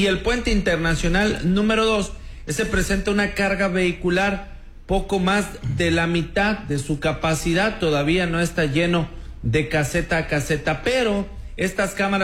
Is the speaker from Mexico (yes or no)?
yes; Mexico; pero pues como buenos mexicanos, ¿no?